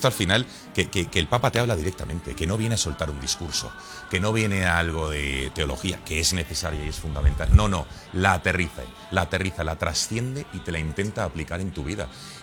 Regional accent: Spain; me preguntabas antes como español cómo siento este viaje

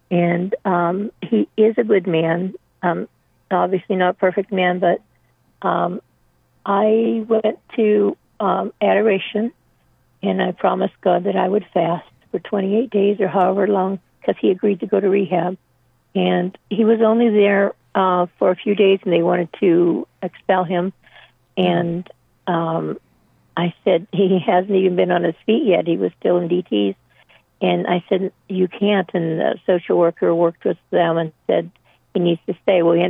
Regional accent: Pennsylvania, United States; born there; I heard the caller say she was from Pennsylvania. I was born also in Pennsylvania.

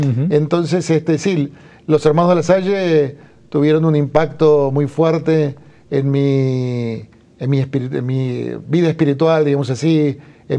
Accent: Buenos Aires, Argentina; yo nací en la Argentina en una familia de clase media católica y mi madre fue la que insistió y convenció a mi padre para que fuéramos a un colegio católico.

